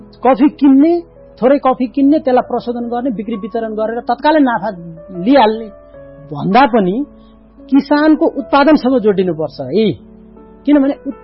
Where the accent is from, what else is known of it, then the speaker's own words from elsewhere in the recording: Sindhupalchok, Bagmati, Nepal; now in Kathmandu, Nepal; मेरो घर सिन्धुपाल्चोक हो